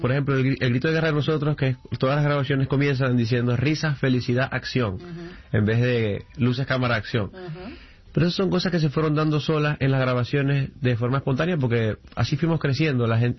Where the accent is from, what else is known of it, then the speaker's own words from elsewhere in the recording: Venezuela; moved away; mis compañeros venezolanos